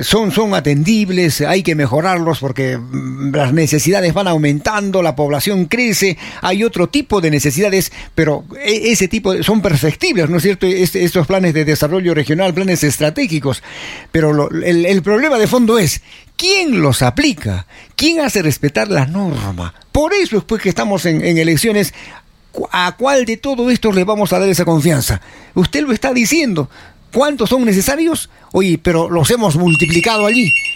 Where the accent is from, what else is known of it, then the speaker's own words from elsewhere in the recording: Arequipa, Peru; Somos arequipeños y estamos festejando la tierra nuestra.